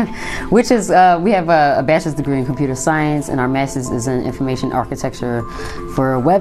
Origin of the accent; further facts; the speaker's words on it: Philadelphia, Pennsylvania, United States; growing up in West Philly